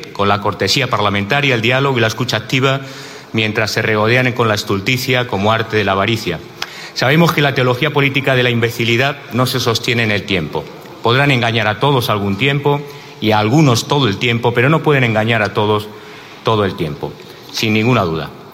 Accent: Granada, Andalusia, Spain; en mi tierra en Granada

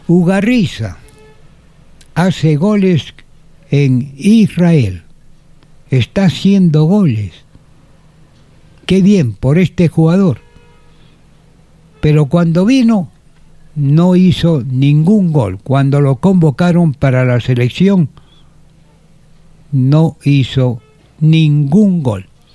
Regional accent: Arequipa, Peru; muy orgulloso como arequipeño

